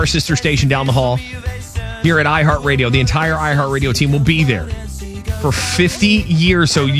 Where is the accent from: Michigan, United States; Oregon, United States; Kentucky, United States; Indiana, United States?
Kentucky, United States; Newport; I'm thinking back when I was a kid, growing up in Newport